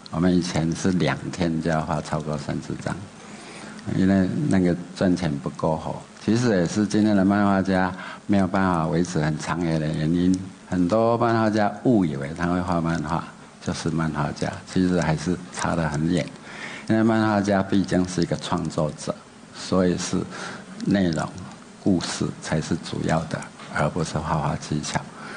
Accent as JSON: {"language": "Chinese", "country": "Taiwan", "moved": "as an adult", "said": "35年前我在日本，第一个我是台湾人"}